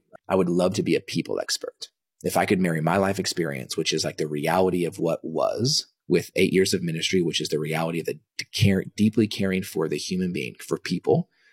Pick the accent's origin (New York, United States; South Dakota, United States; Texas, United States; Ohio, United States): Texas, United States; Dallas; born or raised there; also born or lived in Kansas